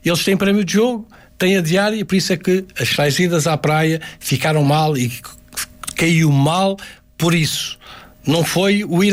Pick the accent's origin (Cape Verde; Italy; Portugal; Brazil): Portugal; como eu, que sou português